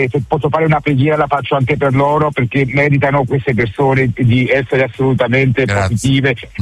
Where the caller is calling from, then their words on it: Giubiasco, Ticino, Switzerland; Giubiasco Svizzera